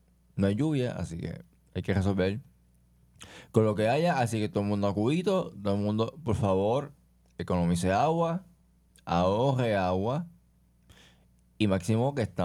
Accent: Bayamón, Puerto Rico; Bueno, pero somos de Bayamón. Bueno, yo soy de Bayamón. Yo trabajo en Bayamón

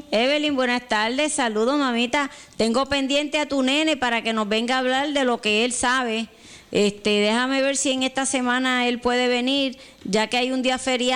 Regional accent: Sabana Grande, Puerto Rico; De mi pueblo, pues, chacha, porque Sabana Grande somos la changa

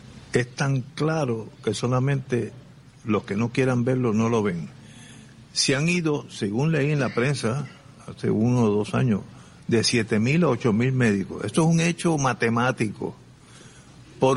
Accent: Puerto Rico; Yo, como puertorriqueño que soy

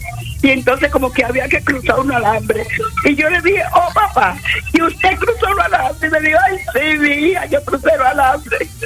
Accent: Dominican Republic; born or raised there

